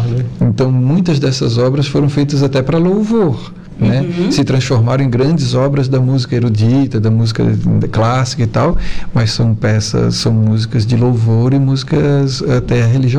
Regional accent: Florianópolis, Santa Catarina, Brazil; born there

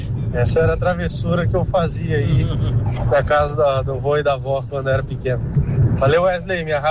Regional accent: Londrina, Paraná, Brazil; now in Curitiba, Brazil; Eu cresci em Londrina, né? Um lugar muito quente.

